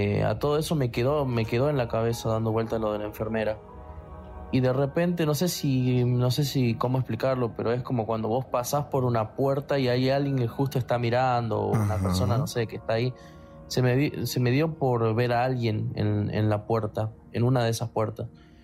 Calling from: Buenos Aires, Argentina; Soy de Villa Soldati.

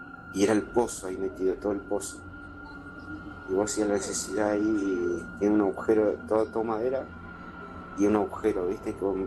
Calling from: Gregorio de Laferrere, Buenos Aires Province, Argentina; de La Ferrera.

